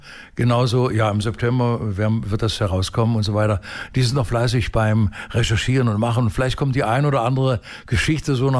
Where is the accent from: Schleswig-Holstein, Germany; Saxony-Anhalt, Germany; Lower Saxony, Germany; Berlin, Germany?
Saxony-Anhalt, Germany; Magdeburg; ich komme ja aus Magdeburg